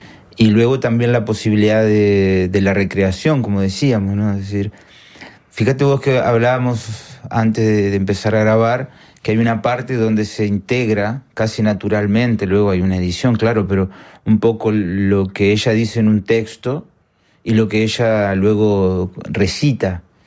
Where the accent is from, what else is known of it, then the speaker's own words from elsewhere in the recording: Entre Ríos, Argentina; moved away as an adult; now in Paris, France; Yo vengo de Entre Ríos